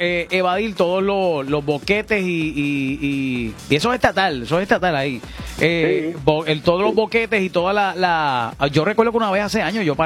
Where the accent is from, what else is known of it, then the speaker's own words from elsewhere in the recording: Puerto Rico; Aquí nosotros somos un estado. Nosotros somos un estado libre asociado